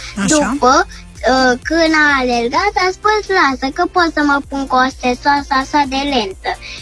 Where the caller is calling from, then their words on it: Bucharest, Romania; am 7 ani și sunt din București.